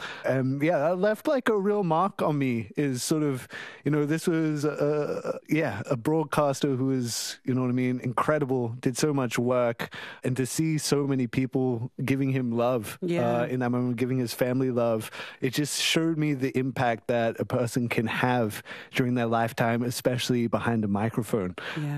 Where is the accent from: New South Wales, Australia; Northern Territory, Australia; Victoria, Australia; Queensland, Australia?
Queensland, Australia; Rockhampton; It was always sort of a part of our life growing up in Rocky.